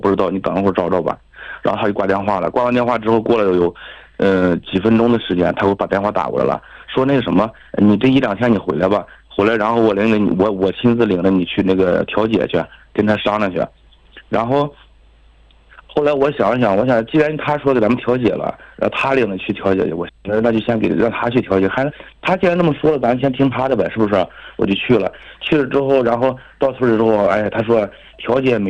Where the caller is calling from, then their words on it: Chifeng, Inner Mongolia, China; 我是内蒙古赤峰市巴林左旗林东镇的。